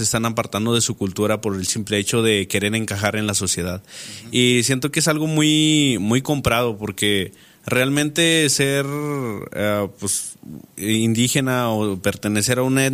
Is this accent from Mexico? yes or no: yes; Wixárika territory, Mexico; traemos esa descendencia muy marcada, y no por el simple hecho de hablar el idioma significa que seamos wirras